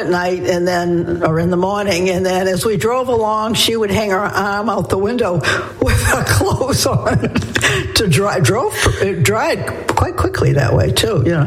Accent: South Portland, Maine, United States; moved away as an adult; also born or lived in St. Johnsbury, Vermont; I was born in St. Johnsbury, Vermont, because my father worked for Shell Oil and got transferred up there. But actually, I grew up in South Portland from the time I was 4 years old until I spread my wings and left.

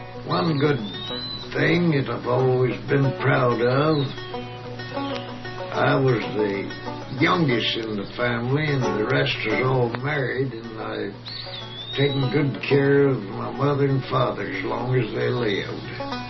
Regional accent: Texas, United States; born there; moved away as an adult; now in California, United States

